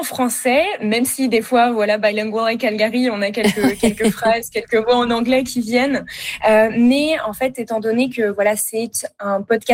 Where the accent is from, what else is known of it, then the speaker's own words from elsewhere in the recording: France; moved away as an adult; now in Canada; Alors en fait, moi je suis française d'origine, je suis arrivée au Canada, au Québec notamment en 2021